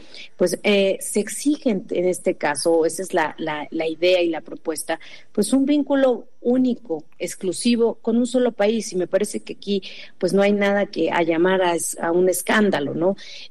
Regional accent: Mexico

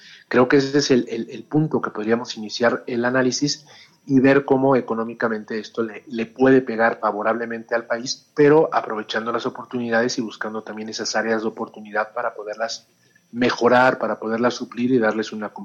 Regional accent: Mexico

